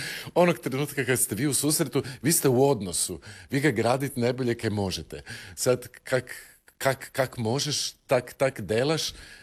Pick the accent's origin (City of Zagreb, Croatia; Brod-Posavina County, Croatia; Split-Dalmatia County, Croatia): City of Zagreb, Croatia; Zagreb; Odrastao sam u Prečkom.